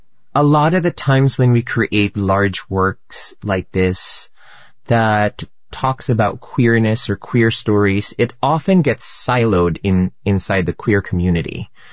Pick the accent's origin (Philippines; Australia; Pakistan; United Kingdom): Philippines; moved away as an adult; now in United States; as a young gay man growing up in the Philippines